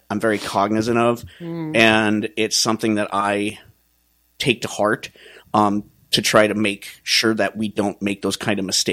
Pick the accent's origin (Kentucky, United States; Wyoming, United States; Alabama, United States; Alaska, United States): Wyoming, United States; born there; also born or lived in Nebraska / California / Montana / New Jersey; now in Rochester, United States; I was born in Wyoming, lived in Nebraska, lived in California for 10 years, lived in Montana for 10 years, lived in New Jersey for 8 years.